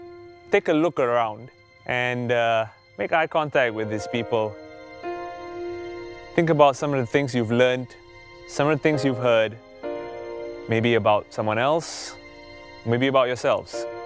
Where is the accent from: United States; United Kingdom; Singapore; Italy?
Singapore